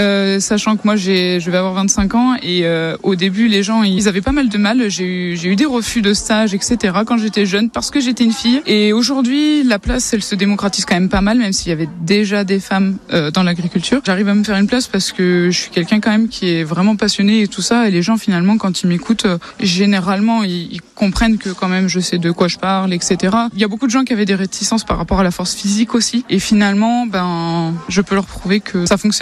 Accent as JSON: {"language": "French", "town": "Argagnon", "region": "Nouvelle-Aquitaine", "country": "France", "said": "Je suis salariée agricole par mon conjoint. Nous sommes d'Argagnon, à côté d'Orthès, et nous avons des brebis laitières."}